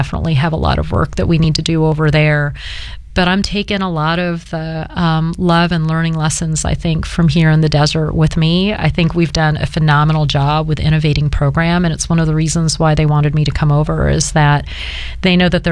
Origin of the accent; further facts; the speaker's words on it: Pacific Northwest, United States; moved away; even though I grew up in the Pacific Northwest.